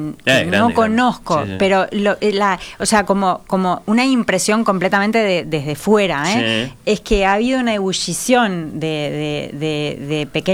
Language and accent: Spanish; Uruguay; now in Pyrenees, Spain; mi país de origen